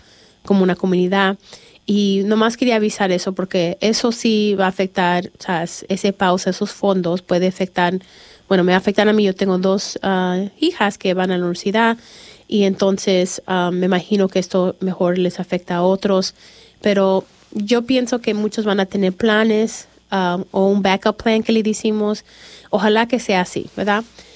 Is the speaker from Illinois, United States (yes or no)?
yes; Chicago, Illinois, United States; now in Lexington, United States; yo soy de Chicago, es diferente, ¿verdad? En Chicago podemos estar 20 bajo cero y todavía todo el mundo va a trabajar. Es mucho diferente allá que aquí.